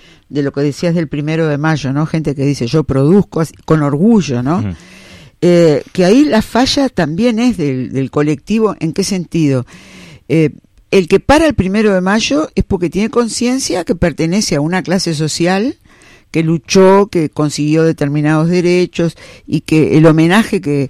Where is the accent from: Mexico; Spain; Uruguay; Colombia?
Uruguay